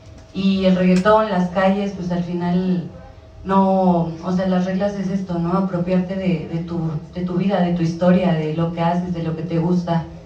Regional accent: State of Mexico, Mexico; venimos del Estado de México, de la periferia, o sea, donde no estamos en la ciudad

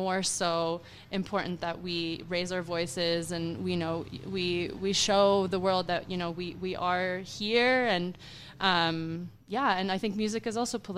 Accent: Toronto, Ontario, Canada; growing up in Toronto, you know, I was born and raised in Canada

